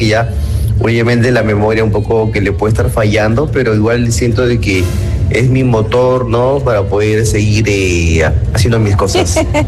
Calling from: Lima, Peru; de Lince.

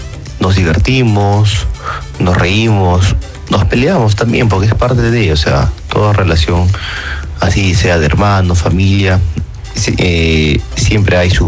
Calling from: San Isidro, Lima, Peru; de San Isidro y bueno, yo crecí como hijo único hasta la edad de los 5 años.

